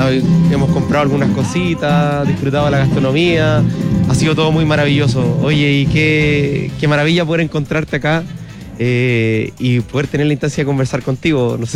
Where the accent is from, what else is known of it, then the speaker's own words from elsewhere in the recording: Macul, Santiago Metropolitan, Chile; Sí, nosotros somos de Macul y andamos acá disfrutando, que nos queda cerquita